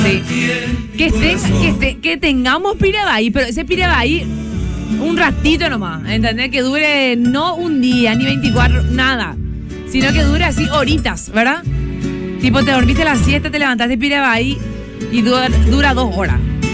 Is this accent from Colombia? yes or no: no; Clorinda, Formosa, Argentina; moved away as an adult; now in Paraguay; yo soy argentina, nací en Argentina, ¿sí? Mi ciudad natal es Clorinda, nací ahí, me crié ahí toda mi vida, ahí prácticamente, tanto como en la provincia, y realmente sí, mi natal es ahí, y estoy aquí hace 6 años, va a ser en marzo, 6 años